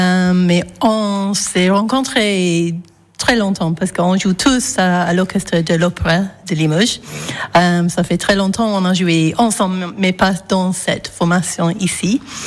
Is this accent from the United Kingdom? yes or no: yes; England, United Kingdom; French is a second language; moved away as an adult; now in France; Je suis anglaise.